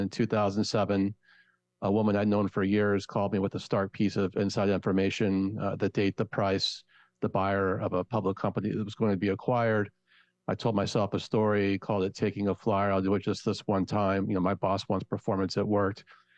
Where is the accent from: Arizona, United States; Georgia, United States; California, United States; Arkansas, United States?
Georgia, United States; Just the quick story is I grew up outside Atlanta, middle-class family, oldest of three brothers.